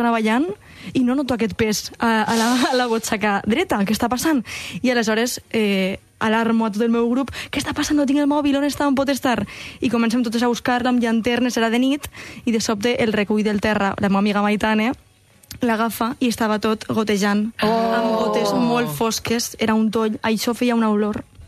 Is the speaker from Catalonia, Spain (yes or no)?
no; Castellón de la Plana, Valencian Community, Spain; born there; a les festes del meu poble a Castelló, les festes de la Magdalena